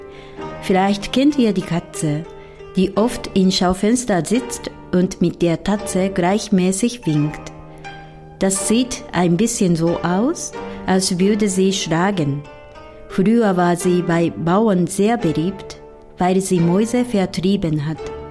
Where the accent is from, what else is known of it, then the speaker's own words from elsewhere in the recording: Japan; ich komme aus Japan.